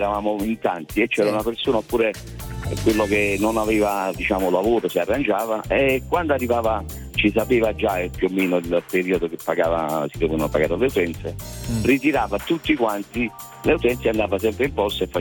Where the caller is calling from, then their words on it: Naples, Campania, Italy; Chiamo da Napoli, Napoli Centro.